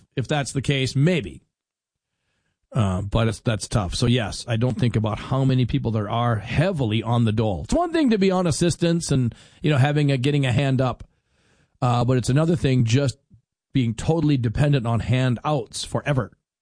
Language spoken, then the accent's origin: English; Minnesota, United States; If you want to see nighttime, deep, dark night as a Minnesotan, get a dog